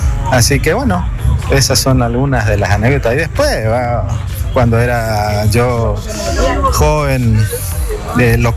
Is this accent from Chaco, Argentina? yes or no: yes; Barranqueras, Chaco, Argentina; de Barranqueras y bueno, esta camioneta está en la familia desde 0 kilómetros.